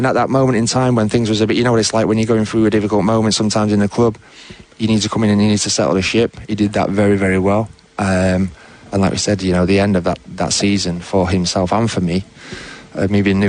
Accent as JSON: {"language": "English", "region": "England", "country": "United Kingdom", "said": "because being an Englishman and watching the Premier League since I've been a kid"}